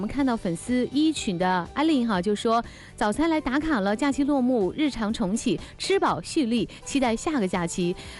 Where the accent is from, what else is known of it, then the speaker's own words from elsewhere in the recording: Huainan, Anhui, China; 有分享了在安徽啊，有去我老家，还有人在问我淮南有哪些好吃的